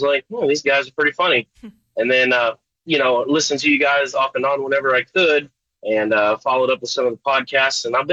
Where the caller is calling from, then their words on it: Fort Worth, Texas, United States; I'm from Fort Worth.